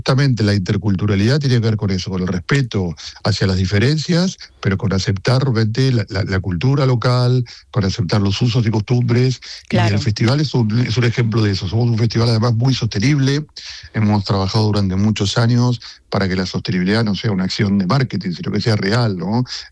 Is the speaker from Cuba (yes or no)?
no; Argentina; Yo vengo de Argentina y allí hemos tenido mucha gente que ha venido a España